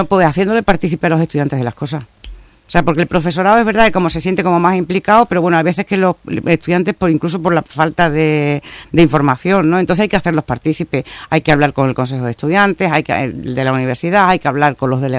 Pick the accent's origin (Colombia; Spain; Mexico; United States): Spain; Llerena, Extremadura; Yo, por ejemplo, soy de Campiña